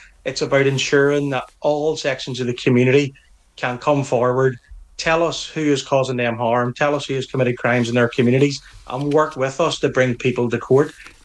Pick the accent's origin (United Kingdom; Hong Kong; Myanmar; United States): United Kingdom; Northern Ireland; accent: Northern Irish; You can tell by my accent that I'm a police officer in Northern Ireland.